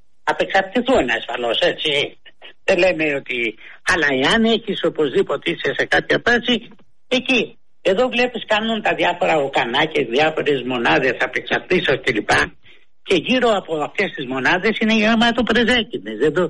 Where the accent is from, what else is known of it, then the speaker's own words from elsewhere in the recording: Greece; Σαν Έλληνες πατριώτες